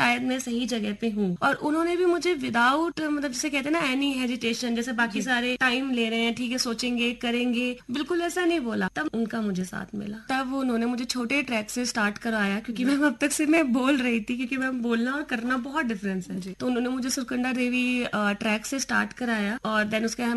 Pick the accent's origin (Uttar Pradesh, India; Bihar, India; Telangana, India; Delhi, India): Delhi, India; मैं दिल्ली से हूँ